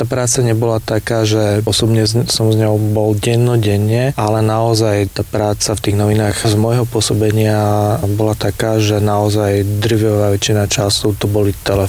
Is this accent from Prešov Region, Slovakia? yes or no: yes; Prešov, Prešov Region, Slovakia; ja som Prešovčan